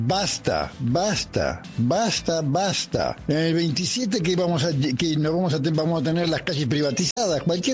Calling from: Buenos Aires, Argentina; de Villa del Parque.

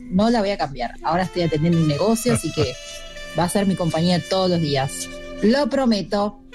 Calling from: Corral de Bustos, Córdoba, Argentina; Estoy acá en Corral de Bustos, esto es sur de la provincia de Córdoba, puro campo

